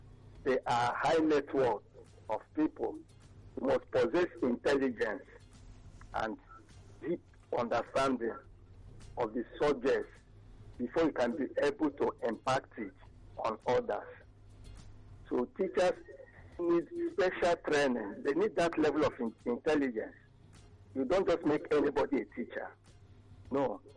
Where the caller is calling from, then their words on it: Nigeria; I'm calling from Eba.